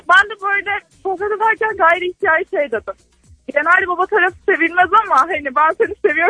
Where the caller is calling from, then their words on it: Istanbul, Turkey; ben İstanbul'dan.